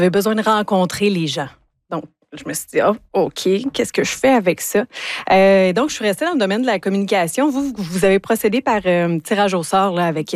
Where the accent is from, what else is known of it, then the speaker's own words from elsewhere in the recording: Val-d'Or, Quebec, Canada; born there; also born or lived in Sherbrooke; Je suis née à Val-d'Or.